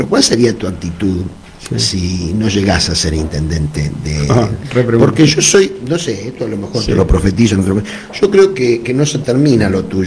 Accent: Lomas de Zamora, Buenos Aires Province, Argentina; moved away as an adult; now in Bahía Blanca, Argentina; yo hace 35 años que estoy acá en Bahía Blanca, la tomé como mi ciudad adoptiva, soy oriundo allá de Loma de Zamora, y vine de muy joven con mis hijos muy chiquitos

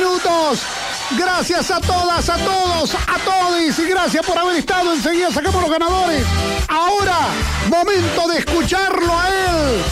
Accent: San Martín, Mendoza, Argentina; now in Las Vegas, United States; Ahora estoy en Las Vegas de vacaciones. Saludame a mis cuatro nietos, a mis hijos. … de San Martín, Mendoza, y estoy en Las Vegas, Estados Unidos.

